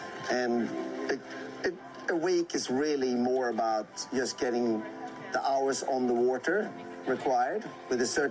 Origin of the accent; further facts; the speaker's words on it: Sweden; now in Australia; I'm from Sweden originally and I've lived in WA since 2013